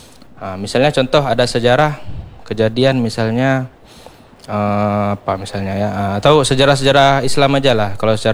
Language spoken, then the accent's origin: Indonesian; Aceh, Indonesia; also born or lived in Cairo, Egypt; saya orang Aceh.